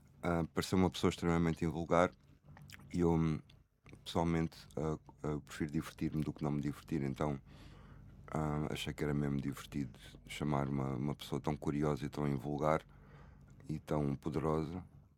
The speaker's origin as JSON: {"language": "Portuguese", "region": "Setúbal", "country": "Portugal", "tie": "born or raised there", "also_born_or_lived": "Lisbon", "said": "eu fugi de onde eu cresci, que foi em Setúbal, sou lisboeta, mas cresci lá"}